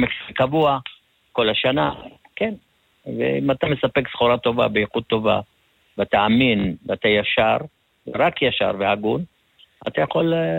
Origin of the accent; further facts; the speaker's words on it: Sde Yitzhak, Haifa District, Israel; גדלתי בשדה יצחק